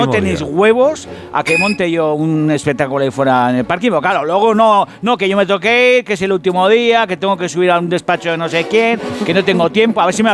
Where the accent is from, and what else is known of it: Basque Country, Spain